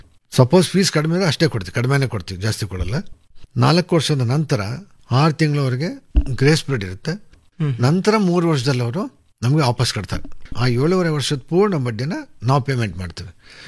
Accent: Bengaluru, Karnataka, India; ಬೆಂಗಳೂರು ಮಲ್ಲೇಶ್ವರದಲ್ಲೇ ಹುಟ್ಟಿ ಬೆಳೆದವನು. ತಾತ ಮುತ್ತಾತನ ಜಾಗ ನೆಲಮಂಗಲ ತಾಲೂಕಿನ ತ್ಯಾಮಗಂಡ್ಲು. ಸುಮಾರು 130-140 ವರ್ಷಗಳಿಂದೇನೆ ಬೆಂಗಳೂರಿಗೆ ನಮ್ಮ ತಾತವರೇ ಬಂದು ಸೆಟ್ಲ್ ಆಗಿದ್ದು. ಅಲ್ಲೇ ಹುಟ್ಟಿ ಬೆಳೆದಿದ್ದು

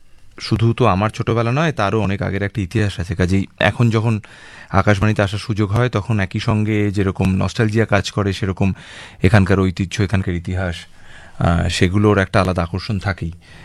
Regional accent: Bidhannagar, West Bengal, India; also born or lived in North Kolkata; আমি সল্টলেকের ছেলে, আমার আমি জয়েন্ট ফ্যামিলিতেই বড় হয়েছি, দাদু ঠাকুমা মা বাবা কাকা কাকিমা বোন, আমার পড়াশোনা ও স্কুলিংও সল্টলেকেই

